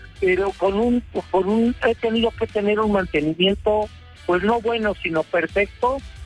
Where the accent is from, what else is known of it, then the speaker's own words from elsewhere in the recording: Cuautitlán Izcalli, State of Mexico, Mexico; decirle que yo también soy de Cuautitlán, Izcalli.